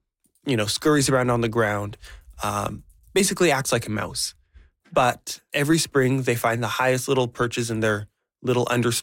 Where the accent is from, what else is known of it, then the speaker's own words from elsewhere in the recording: British Columbia, Canada; Growing up in the Lower Mainland has meant that birds have always been super accessible.